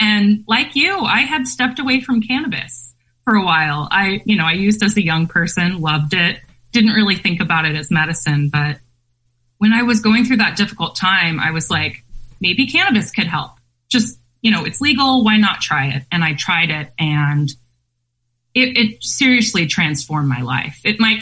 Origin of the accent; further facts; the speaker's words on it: University Place, Washington, United States; my best friend, Shannon, who I grew up with here in Tacoma area, we grew up in University Place. We went to Curtis High School